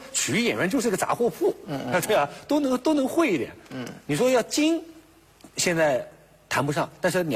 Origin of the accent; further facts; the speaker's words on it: Hangzhou, Zhejiang, China; 我的一个先天优势就是我是杭州人，因为很多你要从方言开始学起的话